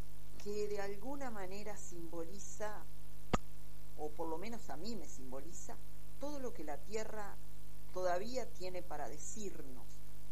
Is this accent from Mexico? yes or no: no; Montevideo, Uruguay